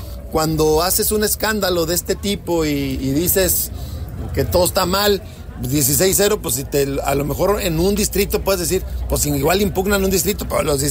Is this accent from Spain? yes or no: no; Mexico